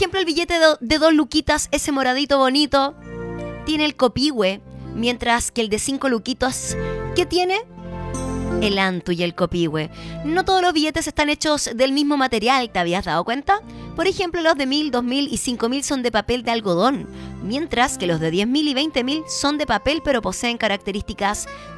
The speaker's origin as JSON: {"language": "Spanish", "country": "Chile", "tie": "born or raised there", "said": "tenemos una calle que se llama así en nuestra ciudad, al menos de donde soy oriunda. Y creo que casi en todas las ciudades de Chile se repiten los nombres"}